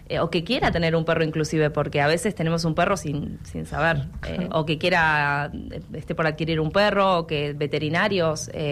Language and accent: Spanish; Trelew, Chubut, Argentina; Yo soy nacida y criada acá en Trelew